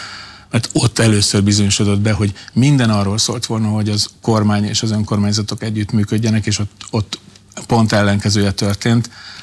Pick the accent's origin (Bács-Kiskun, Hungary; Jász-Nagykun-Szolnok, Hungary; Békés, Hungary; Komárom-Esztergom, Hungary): Békés, Hungary; Gyula; now in Budapest, Hungary; Gyula az én szülővárosom